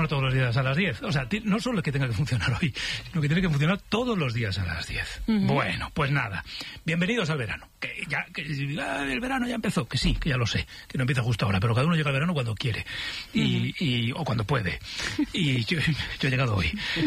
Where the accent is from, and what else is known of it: Navarre, Spain